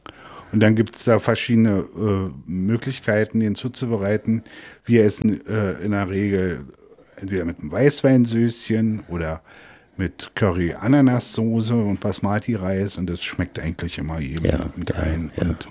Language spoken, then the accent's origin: German; Berlin, Germany; Wir haben ja als Berliner den riesen Vorteil, Berlin und Brandenburg um die Ecke zu haben.